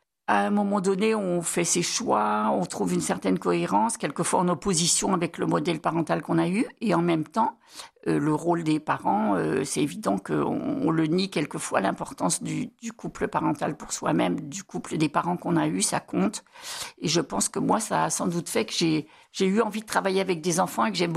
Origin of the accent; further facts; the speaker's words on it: Paris, Île-de-France, France; born there; moved away as an adult; now in Avignon, France; Ça fait plus de 45 ans que j'habite à Avignon, que j'ai quitté Paris avec mon diplôme d'éducatrice en poche.